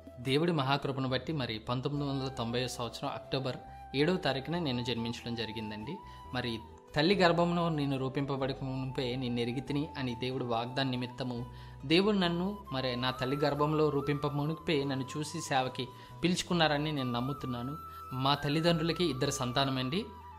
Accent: Hyderabad, Telangana, India; born there; also born or lived in Tanuku; హిందీ నేను చిన్నప్పటి నుంచి బాగా చదవగలిగేవాడిని, రాయగలిగేవాడిని. మరి హైదరాబాద్లో పెరగడం

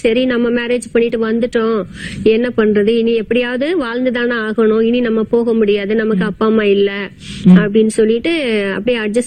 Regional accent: Madurai, Tamil Nadu, India; moved away; நான் என் சொந்த ஊர் மதுரை

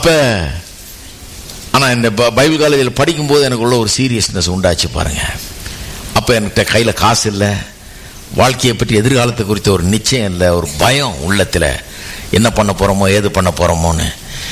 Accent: Chennai, Tamil Nadu, India; நான் இந்த சென்னை பட்டணத்துக்காக தமிழ் அறிவை கொடுத்து, எனக்கு தமிழ் கலாச்சாரத்தில் என்னை வளர வச்சு, இந்த ஊரில் என்ன இருக்க வச்சு, ஒரு இந்தியனாக இருக்க வச்சு, இந்த ஊரில் என்னை வளர்த்து

